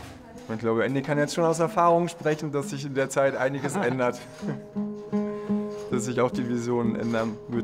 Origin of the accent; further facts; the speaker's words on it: Frankfurt, Hesse, Germany; now in Bremen, Germany; Ursprünglich komme ich genauso wie Henny aus Frankfurt und jetzt mit der Familie seit 8 Jahren, glaube ich, in Bremen.